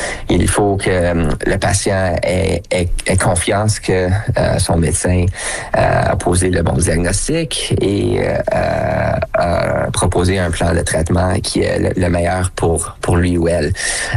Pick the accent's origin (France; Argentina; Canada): Canada; Ottawa, Ontario; J'ai grandi à Ottawa dans un environnement bilingue. J'ai fait la plupart de mes études en français.